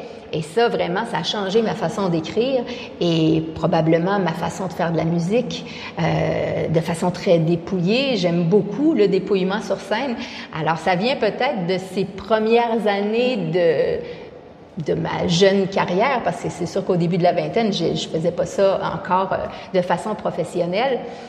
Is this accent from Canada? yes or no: yes; Quebec, Canada; accent: Québécois; Et je suis québécoise, mais ça, je pense que ça s'entend. Puis j'ai beau passer des mois ici à faire des spectacles un petit peu partout, c'est vrai que mon accent ne change pas. Il y a quelque chose de profondément ancré en moi. Là, j'ai le Québec dans les veines.